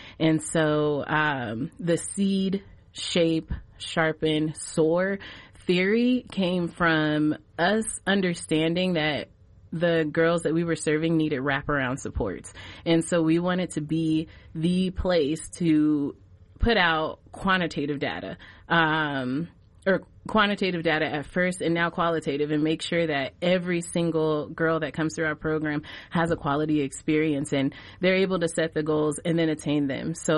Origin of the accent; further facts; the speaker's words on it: Denver, Colorado, United States; what we grew up with here in Denver. And just in the 90s when we were growing up